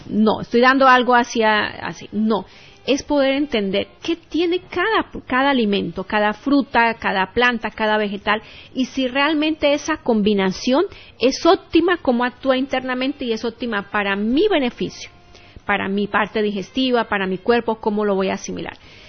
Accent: Bolivia; now in Santa Cruz, Bolivia; Nosotros somos de Bolivia, estamos en Santa Cruz.

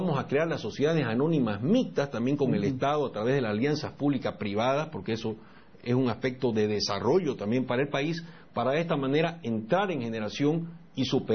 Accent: Santa Cruz, Bolivia; como bolivianos, como cruceños

